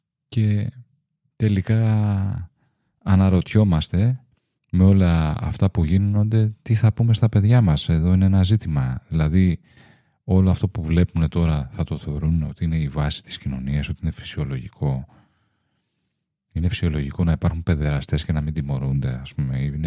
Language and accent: Greek; Greece